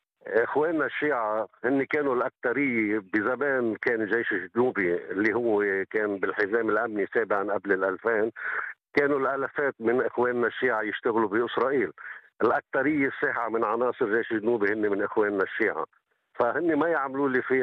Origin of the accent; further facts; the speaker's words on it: Lebanon; عندنا بلبنان